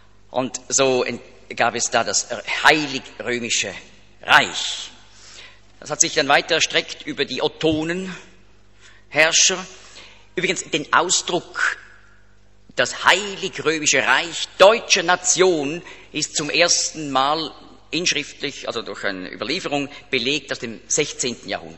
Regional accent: Zurich, Switzerland; Er ist ja auch in der Schweiz, da ganz nahe. Da, wo ich aufgewachsen bin, ist er da über die Limmat, da steht noch ein Gedenkstein.

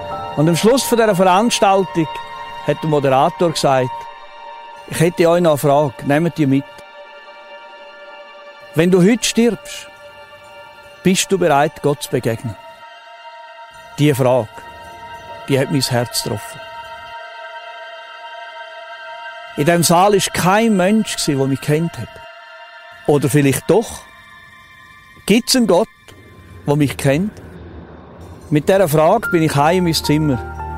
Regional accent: Switzerland; die ich als Schweizer Soldat in der Stube hatte.

